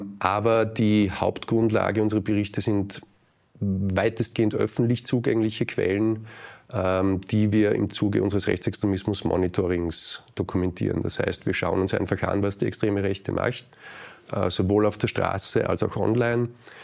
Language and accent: German; Salzburg, Austria; Ich bin im Lungau aufgewachsen, in einem LehrerInnenhaushalt, wo Zeitgeschichte ein sehr präsentes Feld war